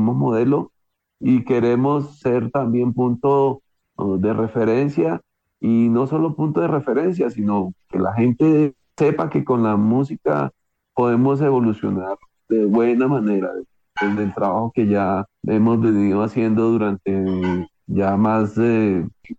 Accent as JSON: {"language": "Spanish", "region": "Caribbean coast", "country": "Colombia", "said": "o sea, mis costumbres son todas de la costa. Y yo año a año viajamos a la costa a pasar vacaciones. Yo soy un costeño"}